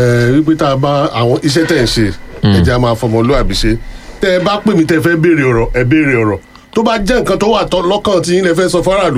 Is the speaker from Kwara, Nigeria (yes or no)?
no; Oyo, Nigeria; ọmọ Nàìjíríà ni mí ọmọ ìpínlẹ̀ Ọ̀yọ́ ni mí